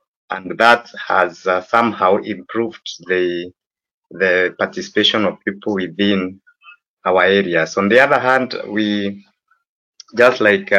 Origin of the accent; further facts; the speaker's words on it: Embu County, Kenya; Yes, I'm from Embu County, the coordinator, Embu County Civic Education.